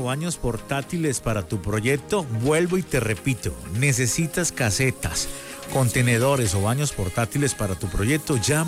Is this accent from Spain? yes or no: no; Cúcuta, Norte de Santander, Colombia; now in Mexico